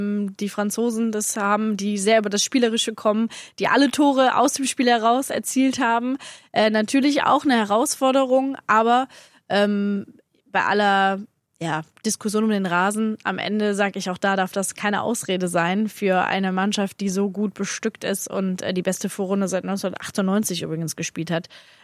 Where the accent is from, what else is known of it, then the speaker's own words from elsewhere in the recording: Germany; als Deutsche